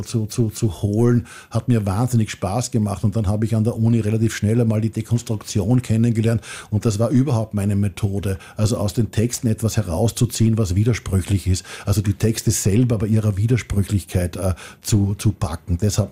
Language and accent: German; Gmunden, Upper Austria, Austria; born there; Naja, ich bin in Gmunden geboren, einer großbürgerlichen oder einer sich sehr bürgerlich verstehenden Stadt, da mitten im Salzkammergut.